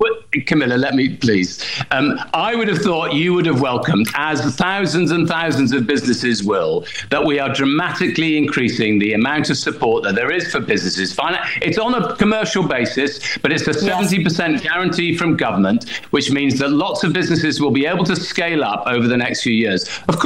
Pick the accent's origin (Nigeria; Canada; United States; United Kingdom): United Kingdom; Wales; As you say, I'm a Welshman